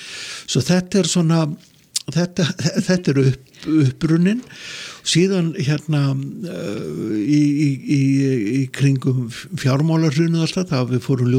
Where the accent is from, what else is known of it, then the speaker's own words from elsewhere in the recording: Reykjavík, Capital Region, Iceland; en ég fættur og uppalinn í Reykjavík